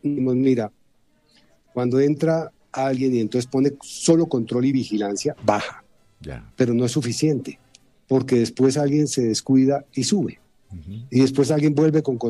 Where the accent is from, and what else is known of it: Colombia